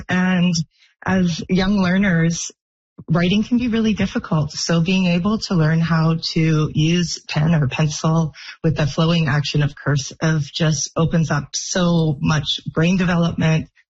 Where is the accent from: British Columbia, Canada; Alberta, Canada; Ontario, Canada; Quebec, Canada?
British Columbia, Canada; I grew up in just outside Vancouver.